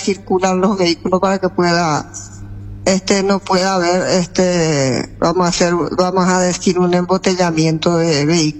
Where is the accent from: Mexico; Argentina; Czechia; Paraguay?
Paraguay; estamos obligados como paraguayos, como ciudadanos.